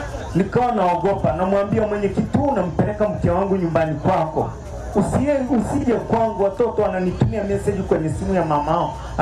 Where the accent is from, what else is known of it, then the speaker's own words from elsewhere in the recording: Tarime, Mara, Tanzania; born there; Ni toka nimezaliwa hapa Tarime, nimezaliwa hapa.